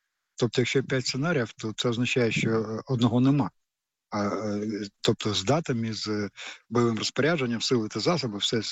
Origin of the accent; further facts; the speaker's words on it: Kyiv, Ukraine; я теж корінний киянин.